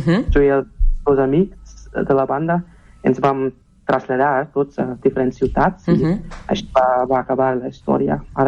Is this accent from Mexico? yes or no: no; Erlangen, Bavaria, Germany; Catalan is a second language; vaig néixer i créixer a Erlangen, una ciutat al sud d'Alemanya, a la regió de Franconia. És molt a prop de Nuremberg, que és la ciutat més coneguda d'aquesta zona. Vaig créixer als afores, així que sempre vaig estar al voltant de la natura.